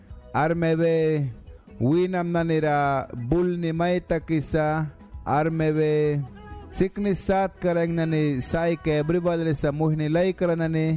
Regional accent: Waspam, North Caribbean Coast Autonomous Region, Nicaragua; first language Miskito; Spanish is a second language; Yo estaba hablando en mi lengua materna de Misquito y ahora yo lo voy a traducir en lengua de español. Cuando yo me vine de mi comunidad Huaspán

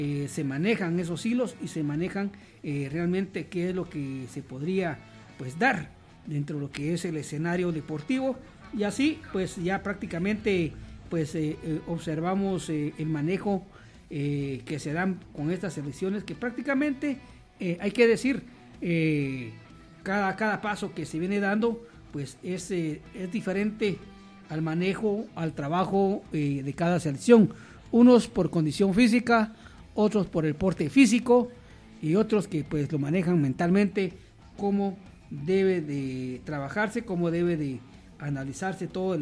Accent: Guatemala; nosotros como guatemaltecos

